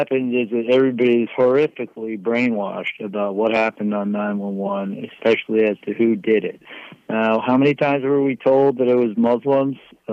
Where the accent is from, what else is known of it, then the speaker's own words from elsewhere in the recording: New York City, New York, United States; moved away; I'm from New York City, and I looked at the World Trade Center out my bedroom window and my other rooms in my 10th story apartment down on 14th Street and Avenue C for the first 23 years.